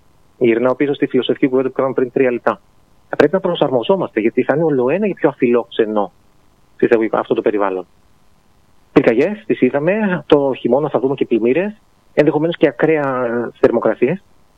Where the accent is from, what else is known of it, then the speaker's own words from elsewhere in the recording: Athens, Attica, Greece; moved away as an adult; also born or lived in Leeds / Sheffield / London; now in Mytilene, Greece; είμαι νησιώτης πλέον, ενώ γεννήθηκα και μεγάλωσα στην Αθήνα. Σπούδασα σε Αθήνα, Μυτιλίνη, Λίτς, Σέφιλ, Λονδίνος.